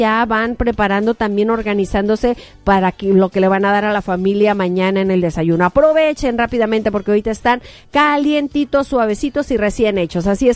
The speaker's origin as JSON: {"language": "Spanish", "region": "Sinaloa", "country": "Mexico"}